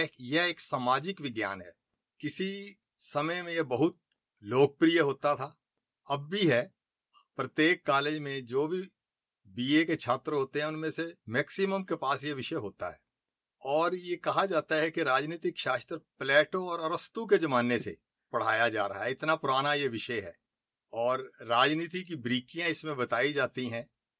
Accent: Ambala, Haryana, India; also born or lived in Amritsar / Delhi / Solan; मेरा जन्म 1954 में अमृतसर में हुआ, लेकिन मेरा पालन पोषण और शिक्षा अधिकांशतः अंबाले में हुई। कुछ समय दिल्ली में भी स्कूलिंग की शिक्षा ली, और हिमाचल प्रदेश के सोलन में भी, लेकिन मैट्रिक बीए एमए मैंने सब अंबाला से ही की।

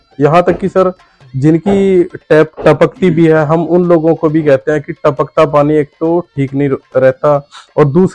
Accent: Ambala, Haryana, India; गांव के जो हमारे अम्बाला के निवासी हैं

